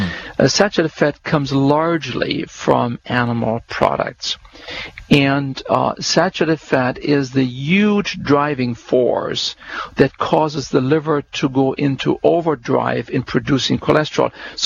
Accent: Germany; When I grew up in Germany and spent some time as a child on my grandfather's little farm, the cows would usually hang around for 20 years.

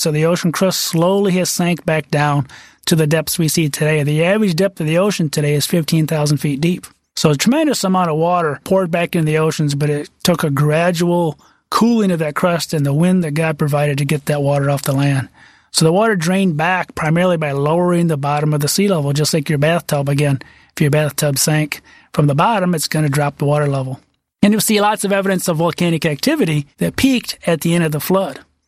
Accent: Michigan, United States; And this ice came across my home state of Michigan and actually carved out four of the five Great Lakes.

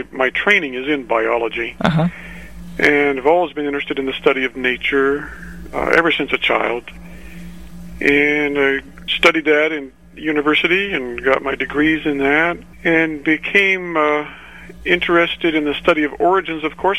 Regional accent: California, United States; So when you ask, where did you grow up? Well, mainly in California somewhere, uh-huh. but not necessarily in any one place.

